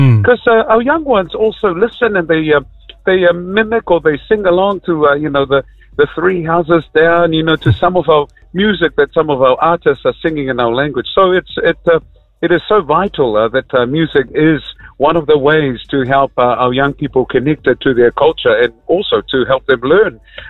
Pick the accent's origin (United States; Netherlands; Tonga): Tonga; first language Tongan; English is a second language; our music is a vital strand of our Tongan culture. So I'll say that in my native tongue